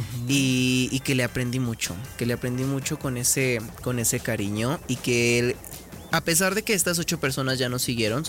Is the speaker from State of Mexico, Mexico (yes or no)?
no; Aguascalientes, Mexico; el folclórico de mi tierra, aguascalentenses